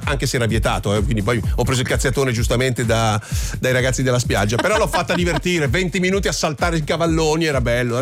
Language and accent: Italian; Baia Domizia, Campania, Italy; dalle mie parti al paesello, così a Baia Domizia, da quelle parti là.